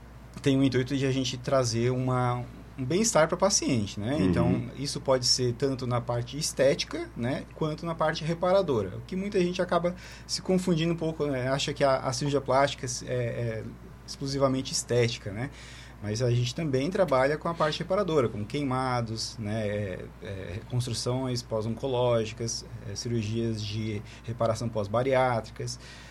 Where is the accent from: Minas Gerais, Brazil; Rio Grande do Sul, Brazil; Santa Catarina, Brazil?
Santa Catarina, Brazil; Orleans; also born or lived in Brasília; Eu sou da região, sou de Orleans, né, da uma cidade vizinha aqui, mas eu tive um tempo fazendo a formação em Brasília, né? Então lá eu fiquei cerca de 5 anos, e agora a gente veio de mudança